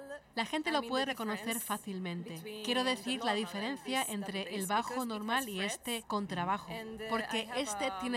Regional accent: Hungary; Spanish is a second language; Antes de nada, yo soy húngara. Nací en Hungría, mis padres son húngaros.

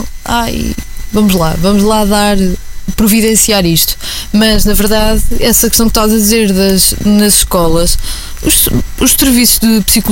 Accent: Coimbra, Centro, Portugal; nós aqui que crescemos aqui

